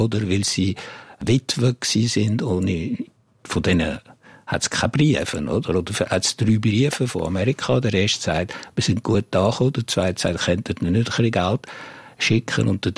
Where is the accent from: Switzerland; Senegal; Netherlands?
Switzerland; Aber ich habe geschrieben als ein Schweizer, oder irgendwie, der das anschaut. Und nicht als ein Franzose, der jetzt hier Ihnen etwas erzählen will.